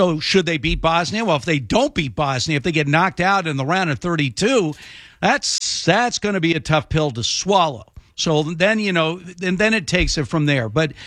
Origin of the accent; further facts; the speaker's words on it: United States; that's exciting to me as an American.